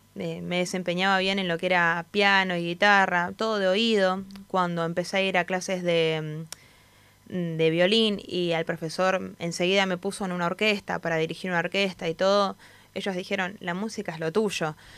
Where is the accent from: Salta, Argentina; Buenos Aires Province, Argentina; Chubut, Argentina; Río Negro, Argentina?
Chubut, Argentina; Comodoro Rivadavia; born there; moved away as an adult; now in Buenos Aires, Argentina